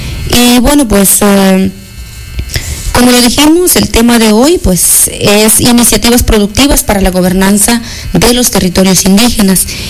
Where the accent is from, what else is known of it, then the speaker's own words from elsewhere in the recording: Guatemala; así también los derechos que nos corresponden como ciudadanos guatemaltecos